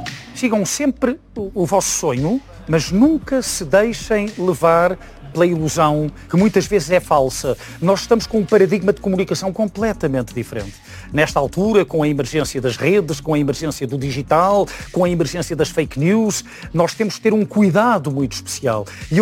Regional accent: Amadora, Lisbon, Portugal; now in Azores, Portugal; 58 anos, nascido em Lisboa, criado na Amadora e a viver nos Açores. Sou lisboeta, da freguesia da Pena, que entretanto foi extinta. A ligação aos Açores é paternal e maternal. Eu sou lisboeta, filho de um feialense e de uma terceirense.

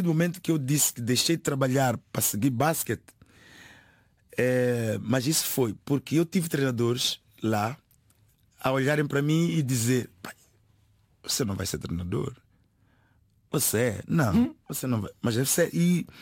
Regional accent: Mozambique; now in Portugal; que sou de Moçambique

